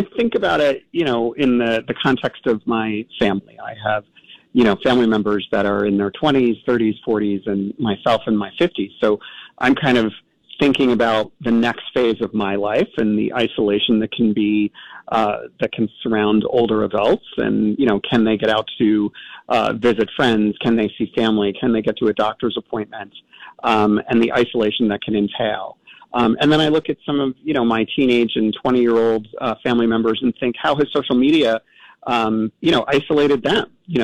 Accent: New York, United States; You know, I'm born and bred in New York

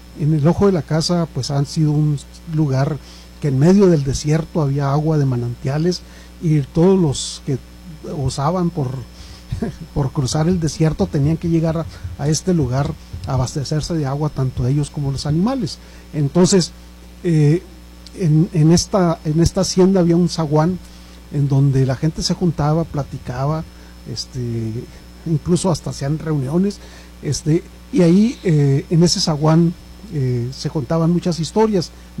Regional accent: Samalayuca, Chihuahua, Mexico; also born or lived in Ciudad Juárez; crecí en el seno de una familia campesina en Samalayuca

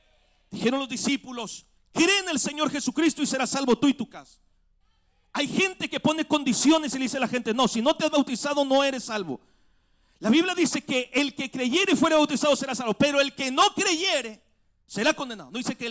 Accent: Mexico; Nosotros decimos, somos mexicanos, ¿verdad? Mi ciudad está en tal parte, en el norte del país, en el sur, en el centro.

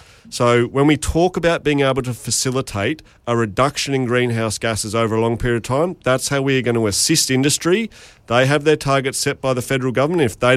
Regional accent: Alice Springs, Northern Territory, Australia; So in my hometown of Alice Springs, we have a lot of sunshine

